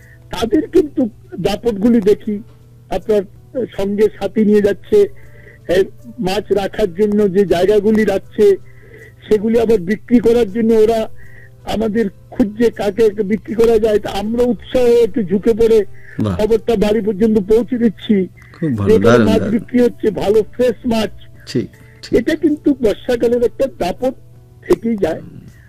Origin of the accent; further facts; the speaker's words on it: Belonia, Tripura, India; born there; now in Agartala, India; আসলে আমি আগরতলার বাসিন্দা হলেও আমার জন্ম বিলোনিয়াতে।